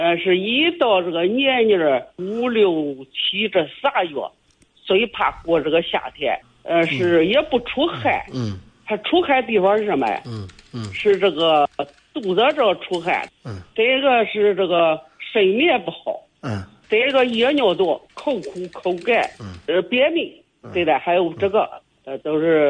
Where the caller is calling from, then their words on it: Luquan, Hebei, China; 我是石家庄鹿泉市人